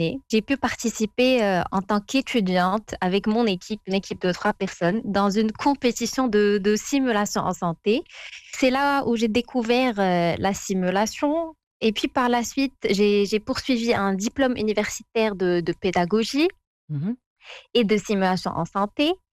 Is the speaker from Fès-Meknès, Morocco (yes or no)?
yes; Fez, Fès-Meknès, Morocco; moved away as an adult; now in Dortmund, Germany; je suis originaire de Fès, effectivement, ma ville de cœur.